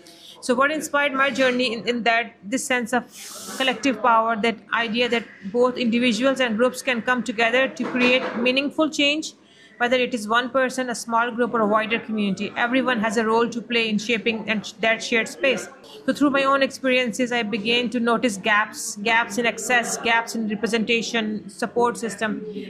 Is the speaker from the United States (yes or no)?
no; Pakistan; now in Cork, Ireland; I am originally from Pakistan and have been living in Cork for almost 18 years now.